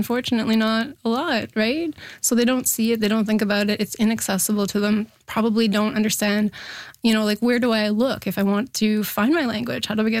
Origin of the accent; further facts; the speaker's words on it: Winnipeg, Manitoba, Canada; I'm from Winnipeg.